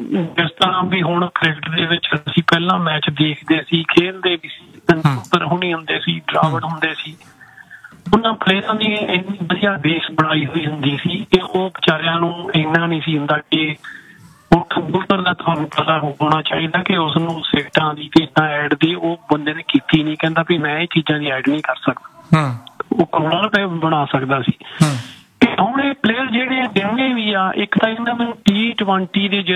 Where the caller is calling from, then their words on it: Brampton, Ontario, Canada; ਮੈਂ ਤੇ ਬ੍ਰੈਂਪਟਨ ਤੋਂ ਹੀ ਆ।